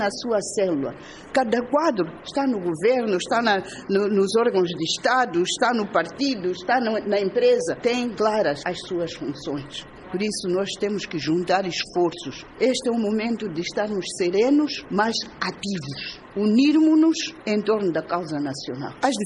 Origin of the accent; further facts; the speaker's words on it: Mozambique; como moçambicanos, nós temos capacidade.